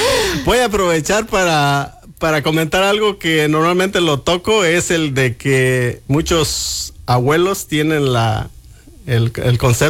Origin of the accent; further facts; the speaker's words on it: Ciudad Altamirano, Guerrero, Mexico; moved away as an adult; also born or lived in San Lucas, Michoacán / Riva Palacio, Michoacán; now in Tyler, United States; Soy nacido de Ceibas Altas, municipio de San Lucas, Michoacán. Criado en Guerrero, municipio de Ciudad Altamirano, Pungarabato. Después me casé y viví 7 años en Rivapalacio, Michoacán. Así que me considero de la tierra caliente de Guerrero y Michoacán y parte sur del Estado de México.